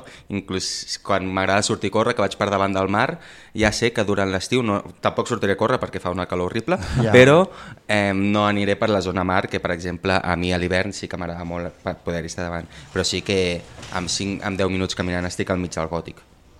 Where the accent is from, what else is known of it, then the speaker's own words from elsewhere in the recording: Sabadell, Catalonia, Spain; now in Barcelona, Spain; però hi visc només des de fa dos, perquè soc de Sabadell, però sí que he fet vida a Barcelona des que tinc els 18 anys.